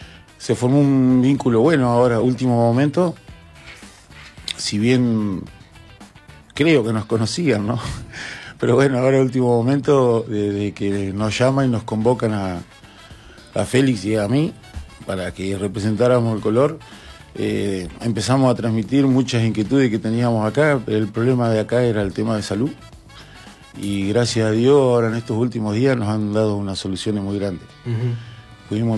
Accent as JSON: {"language": "Spanish", "country": "Argentina", "said": "somos argentinos."}